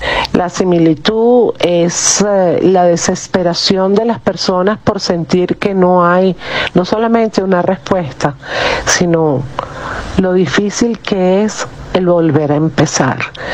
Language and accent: Spanish; Venezuela; yo no vivía en La Guaira, yo tuve mi vida también en La Guaira, como muchos venezolanos.